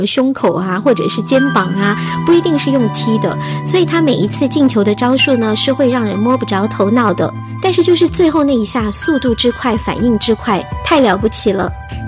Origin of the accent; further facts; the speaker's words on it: China; 我们中国人有一句话叫做相由心生